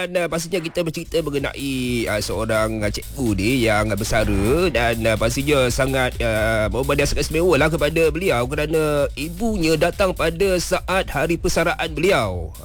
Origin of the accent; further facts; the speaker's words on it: Jasin, Malacca, Malaysia; Saya orang Melaka juga cikgu. Saya orang Jasin.